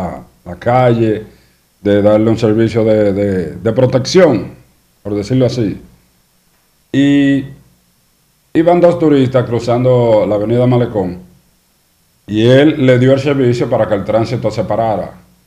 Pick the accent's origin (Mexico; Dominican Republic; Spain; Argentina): Dominican Republic